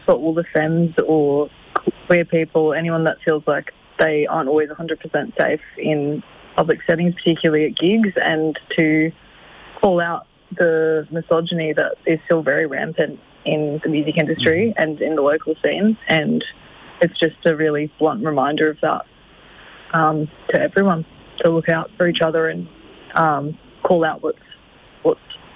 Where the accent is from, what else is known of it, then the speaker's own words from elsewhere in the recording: Queensland, Australia; now in Melbourne, Australia; And I'm from Queensland